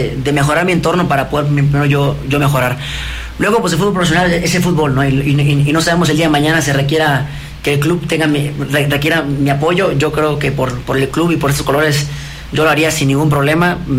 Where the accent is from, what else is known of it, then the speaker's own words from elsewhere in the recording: Mérida, Yucatán, Mexico; Yo soy de Mérida, soy de Mérida. Yucateco, sí.